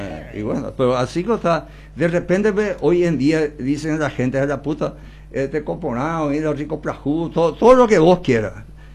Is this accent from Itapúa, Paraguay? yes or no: no; Coronel Oviedo, Caaguazú, Paraguay; me considero realmente un ovetense